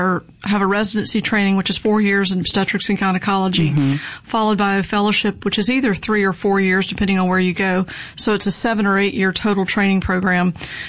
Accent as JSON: {"language": "English", "town": "Jackson", "region": "Mississippi", "country": "United States", "tie": "born or raised there", "also_born_or_lived": "Durham, North Carolina / Chapel Hill, North Carolina", "moved": "as an adult", "said": "So I'm originally from Mississippi, grew up here in Jackson, and came back as a physician and joined the University of Mississippi Medical Center in 2011."}